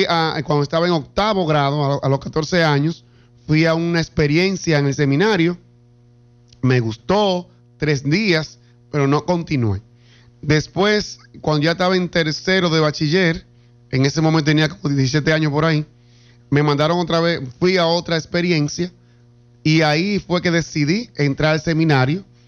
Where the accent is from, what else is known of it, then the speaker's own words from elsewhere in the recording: Santiago, Dominican Republic; Yo soy nativo de La Canela, en especial de Atillo San Lorenzo, de La Canela.